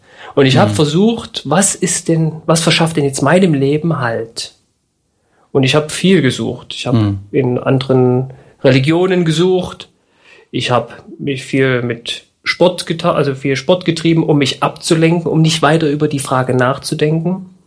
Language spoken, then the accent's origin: German; Mulda, Saxony, Germany; now in Halsbrücke, Germany; Ich bin aufgewachsen in Mulda. Richtig. Also 15 Kilometer weg von Freiberg.